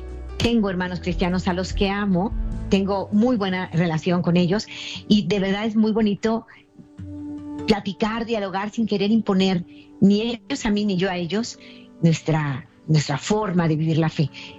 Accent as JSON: {"language": "Spanish", "country": "Mexico", "lives_now": "Guadalajara, Mexico", "said": "en mi país, que es México."}